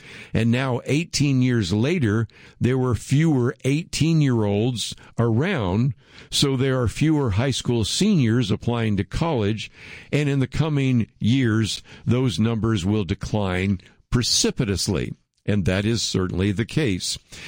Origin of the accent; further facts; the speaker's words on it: California, United States; In Oakland, California, I grew up in the Bay Area, where previous attempts to close schools have been vigorously opposed.